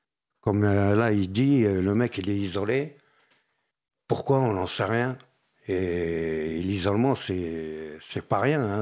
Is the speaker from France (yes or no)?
yes; Paris, Île-de-France, France; moi en tant que Parisien